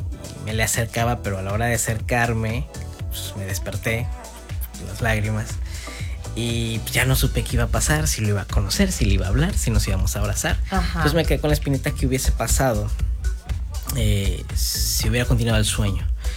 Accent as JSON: {"language": "Spanish", "country": "Mexico", "said": "nuestra cultura como mexicanos, Día de Muertos, pues una de las tradiciones más importantes de México"}